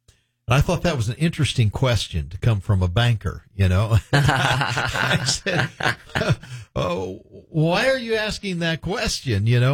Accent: Hobe Sound, Florida, United States; So this is kind of my hometown. You know, I minister in my hometown. I grew up in Hope Sound

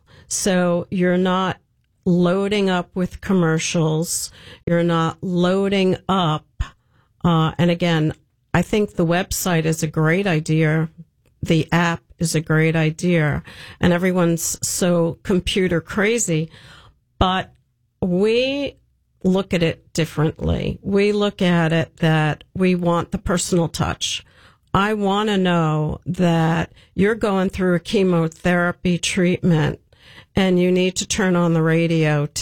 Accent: Long Island, New York, United States; now in Palm Beach County, United States; I'm a Long Islander. I'm a New Yorker, Long Islander.

